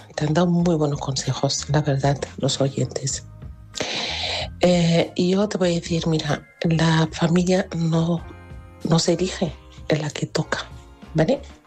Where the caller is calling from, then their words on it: Alicante, Valencian Community, Spain; de Alicante.